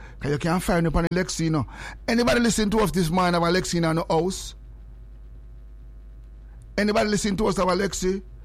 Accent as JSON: {"language": "English", "country": "Jamaica", "said": "I'm from Jamaica. I mean, no one telling no lie. Ladies and gentlemen, me can't ship it to Jamaica."}